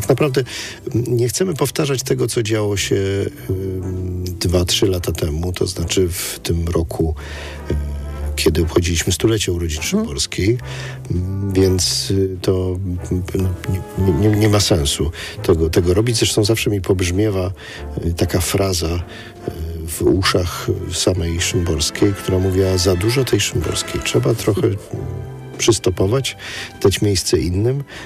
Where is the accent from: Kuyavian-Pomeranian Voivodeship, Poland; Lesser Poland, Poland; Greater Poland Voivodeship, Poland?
Lesser Poland, Poland; Kraków; ja przypomnę, że jestem z Krakowa